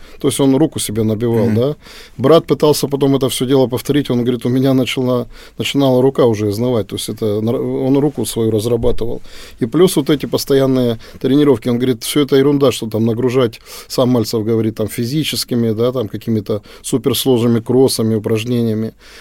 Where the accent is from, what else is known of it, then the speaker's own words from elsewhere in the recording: Rostov-on-Don, Rostov Oblast, Russia; дворцы открываются на моей родине, в Ростове-на-Дону, в моем родном городе, тоже открываются